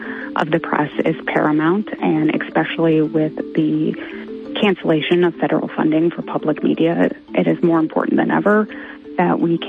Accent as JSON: {"language": "English", "town": "Grantsboro", "region": "North Carolina", "country": "United States", "said": "from Grantsboro, North Carolina, and I support Public Radio East."}